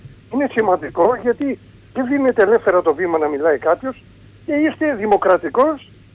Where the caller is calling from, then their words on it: Attica, Greece; από τα Βόρεια Προάστια.